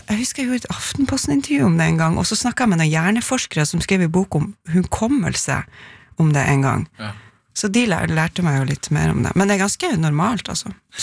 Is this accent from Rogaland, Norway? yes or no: no; Tverlandet, Nordland, Norway; Du kødder ikke med folk fra Tverlandet.